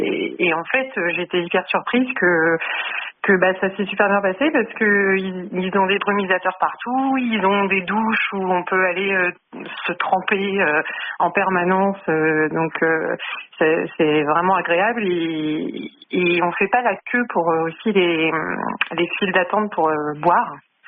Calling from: Normandy, France; moi je suis normande

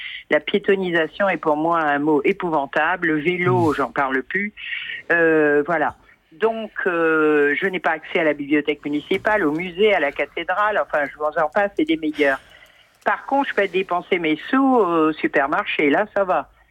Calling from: Amiens, Hauts-de-France, France; De cette charmante ville d'Amiens.

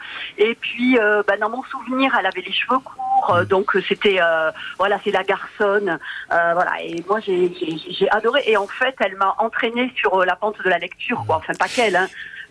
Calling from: Dijon, Bourgogne-Franche-Comté, France; Je vous appelle de de Dijon.

